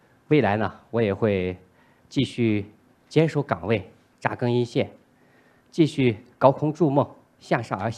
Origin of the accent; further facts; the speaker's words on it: Leibo, Sichuan, China; moved away; 我来自美丽的中国优质脐橙第一县民歌之乡四川省凉山彝族自治州雷波县。